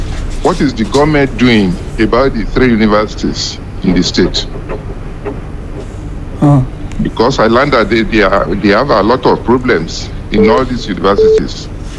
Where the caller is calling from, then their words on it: Akure, Ondo, Nigeria; I'm from Futa area.